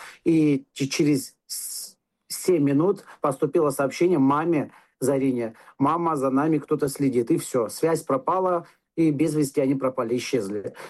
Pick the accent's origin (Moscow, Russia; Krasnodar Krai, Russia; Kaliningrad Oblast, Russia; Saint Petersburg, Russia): Krasnodar Krai, Russia; Sochi; moved away as an adult; я работаю в туризме здесь уже 3 года, я из Сочи приехал сюда.